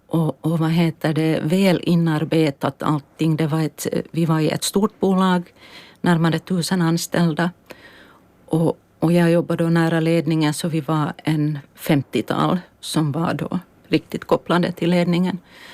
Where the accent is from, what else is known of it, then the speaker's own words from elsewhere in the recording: Ekenäs, Uusimaa, Finland; moved away as an adult; now in Åland, Finland; Vi har bott länge i Ekenäs, jag är född och uppvuxen i Ekenäs.